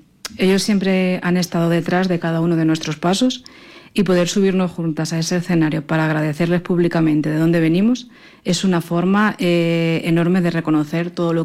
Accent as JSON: {"language": "Spanish", "town": "Motilla del Palancar", "region": "Castilla-La Mancha", "country": "Spain", "said": "soy de Motilla. Motilla del Palancar."}